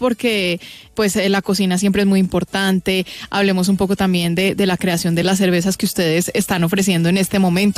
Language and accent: Spanish; Bogotá, Bogotá Capital District, Colombia; tan de lo que somos los bogotanos